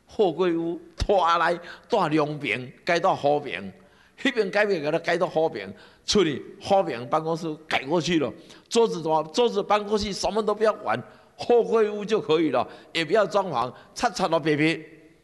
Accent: Nantou County, Taiwan; 我是南投人呢

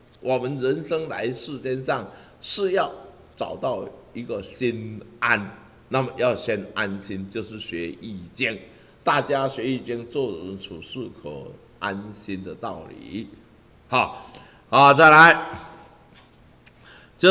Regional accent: Taiwan; 那时候我们台湾人口在节育嘛，

